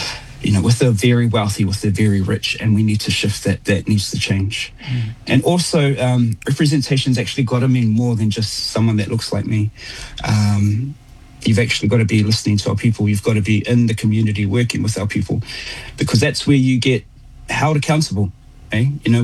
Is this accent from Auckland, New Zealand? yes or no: yes; Auckland, New Zealand; I'm Māori and Tongan. My Tongan family, we came from Vava'u, from Nelfon Holonga, and you know, some of us migrated out to East Auckland, and the rest of us came through to South Auckland.